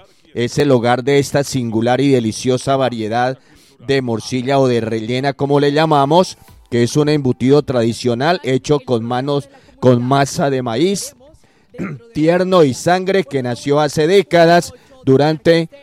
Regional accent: Tarqui, Huila, Colombia; born there; somos de Tarqui, ¿no? Y nacimos acá en nuestro municipio.

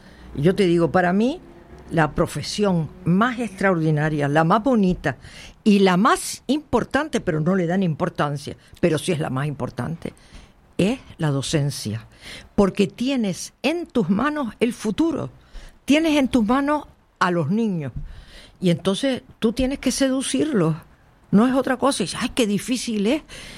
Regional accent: Canary Islands, Spain; born there; A mí cuando me dicen, ¿tú eres canaria? Digo, sí. Yo me siento canaria total, porque aquí nací y aquí estoy. Pero al mismo tiempo soy europea, soy africana también, soy ciudadana del mundo.

